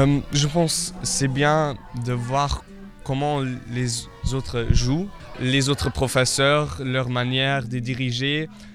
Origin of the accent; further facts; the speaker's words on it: Luxembourg; now in Vianden, Luxembourg; je suis du Luxembourg, j'habite à Vianden, je vais au lycée classique à Dikirch